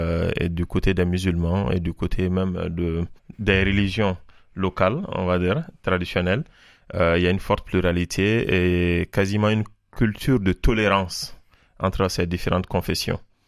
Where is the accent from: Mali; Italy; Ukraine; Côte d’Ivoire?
Mali; moved away as an adult; now in Montpellier, France; mon enfance au Mali